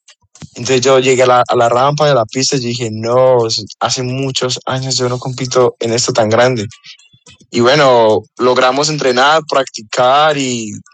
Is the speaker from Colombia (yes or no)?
yes; Bogotá, Colombia; also born or lived in La Paila; Esta pasión empezó en mi pueblito, en la Paila Valle. Soy del Valle, pero represento Bogotá y corro por Bogotá, porque de los 10 años, más o menos 10, 11 años, 9, me fui a vivir a Bogotá con mi familia.